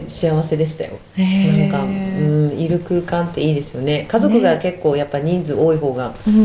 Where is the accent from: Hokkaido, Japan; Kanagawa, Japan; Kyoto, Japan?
Hokkaido, Japan; also born or lived in Saitama; 引っ越してきたのは3歳なんですよ